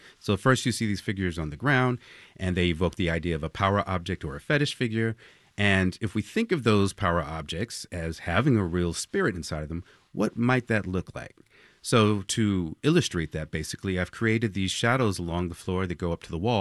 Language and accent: English; Los Angeles, California, United States; And even before that, as a teenager growing up in Los Angeles, I was a graffiti artist.